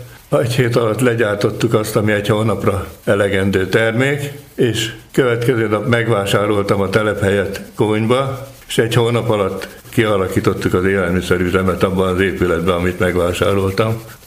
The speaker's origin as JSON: {"language": "Hungarian", "town": "Gelénes", "region": "Szabolcs-Szatmár-Bereg", "country": "Hungary", "tie": "born there", "moved": "yes", "said": "Gelénesen van a szülői házam, én örököltem meg"}